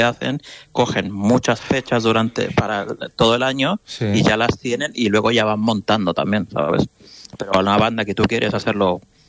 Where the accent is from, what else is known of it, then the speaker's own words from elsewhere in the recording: Barcelona, Catalonia, Spain; Mira, nosotros somos de aquí de Barcelona